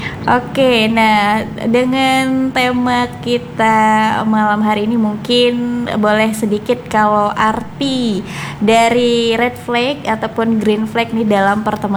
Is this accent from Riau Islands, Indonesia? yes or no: yes; Riau Islands, Indonesia; Misalnya kita nih kita nih anak Natuna tapi cita-cita kita tuh tinggi